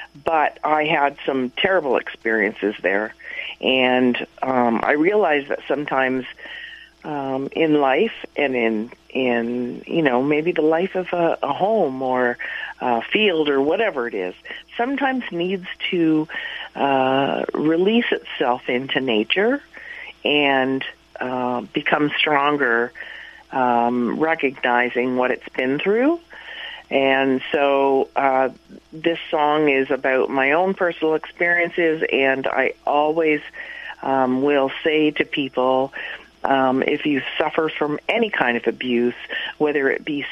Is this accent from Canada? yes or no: yes; Toronto, Ontario, Canada; born there; I grew up on a farm for the most part. I grew up in Toronto and then on a farm, and it's now become abandoned, the farm.